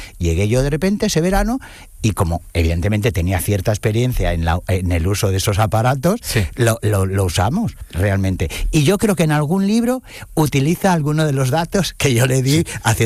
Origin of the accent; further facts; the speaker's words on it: Jaén, Andalusia, Spain; born there; Mira, mi familia es de Jaén. Yo soy yo nací en Jaén.